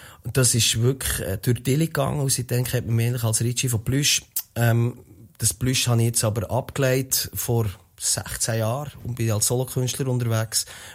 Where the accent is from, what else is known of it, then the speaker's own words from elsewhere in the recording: Interlaken, Bern, Switzerland; ich komme von Interlaken. Interlaken ist zwischen Thuner und Brienzersee den meisten Leuten als riesen Touristenort bekannt.